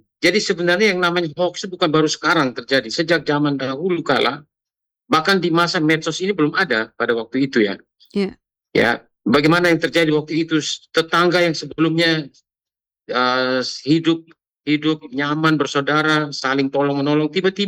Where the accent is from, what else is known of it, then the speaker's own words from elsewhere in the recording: East Nusa Tenggara, Indonesia; rasa bangga kita sebagai orang NTT